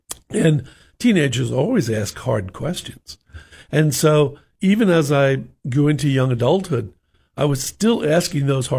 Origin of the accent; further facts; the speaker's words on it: New York, United States; I grew up in New York, and I was the youngest of six children.